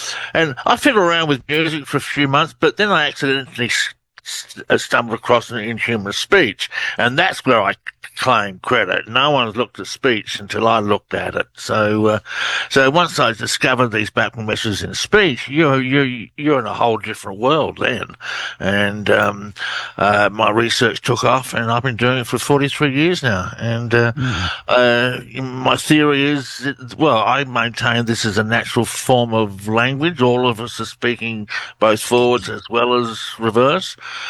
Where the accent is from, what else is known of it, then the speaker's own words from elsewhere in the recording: Australia; which I thought is quite ironic because I'm from the Outback.